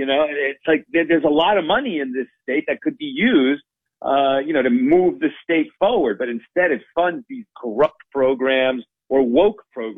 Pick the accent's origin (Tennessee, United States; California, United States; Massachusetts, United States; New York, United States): New York, United States; I grew up in New York.